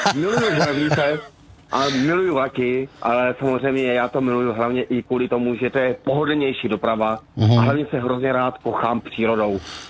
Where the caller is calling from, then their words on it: Hradec Králové Region, Czechia; já jsem vlastně kousek od Trutnova